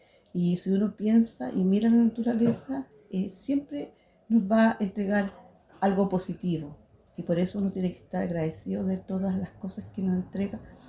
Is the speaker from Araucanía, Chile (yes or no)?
yes; Temuco, Araucanía, Chile; vengo de Temuco y yo me dedico a la gastronomía mapuche